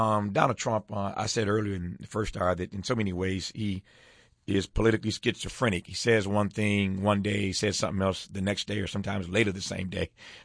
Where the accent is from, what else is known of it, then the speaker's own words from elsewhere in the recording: Indiana, United States; On the backside of this hour, Kumba Kebe, black woman, Democratic nominee for treasurer in my home state of Indiana.